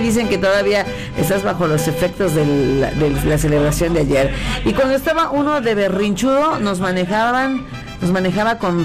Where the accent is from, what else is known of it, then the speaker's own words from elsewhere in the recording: Mexico; Somos niños de chancla, niños que nos hemos educado con la chancla voladora. Buenos mexicanos.